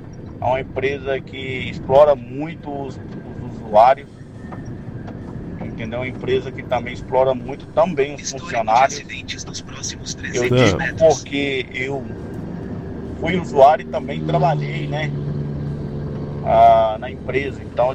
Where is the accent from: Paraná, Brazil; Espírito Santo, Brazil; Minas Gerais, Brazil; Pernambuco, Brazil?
Minas Gerais, Brazil; Governador Valadares; moved away; also born or lived in São Paulo; Eu sou natural de Governador Valadares mesmo, moro aqui há pouco mais de um ano, como disse anteriormente.